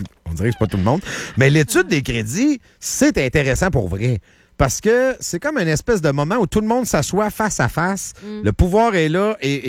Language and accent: French; Quebec, Canada; ici, chez nous, au Québec.